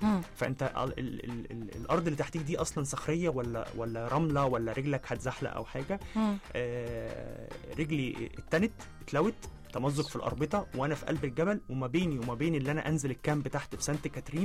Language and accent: Arabic; Egypt; لما يعرفوا ان انا مصري.